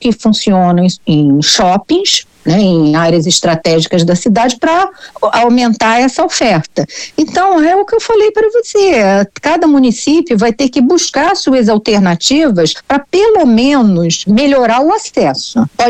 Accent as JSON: {"language": "Portuguese", "region": "Rio de Janeiro", "country": "Brazil"}